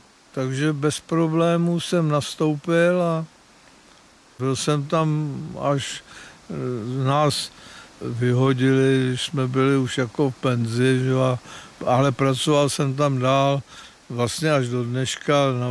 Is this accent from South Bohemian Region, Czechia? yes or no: yes; Strakonice, South Bohemian Region, Czechia; Já jsem se narodil ve Strakonicích